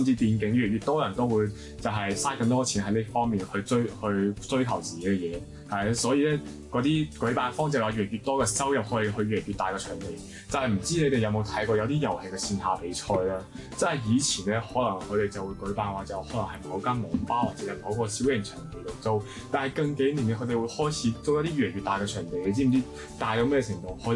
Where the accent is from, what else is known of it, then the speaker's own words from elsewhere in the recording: Macau; 澳門有個碼頭嘅，因為我是澳門人啦